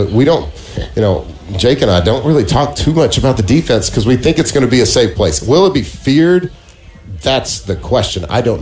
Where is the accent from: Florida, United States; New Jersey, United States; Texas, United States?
Texas, United States; I'm from Texas. I went to school in Louisiana.